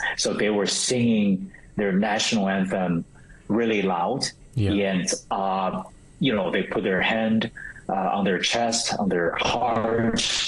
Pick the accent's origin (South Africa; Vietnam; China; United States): China; English is a second language; And growing up in China, I always listen to my dad talking about football.